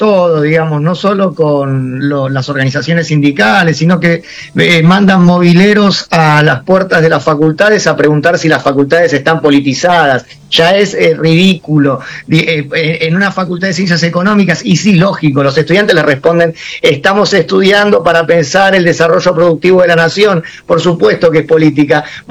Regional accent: Argentina

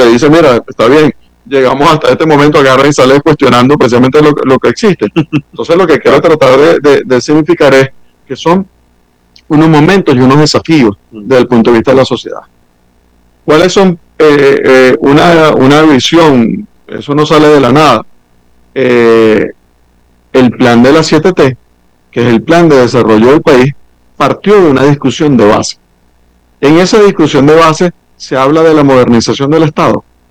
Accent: Venezuela

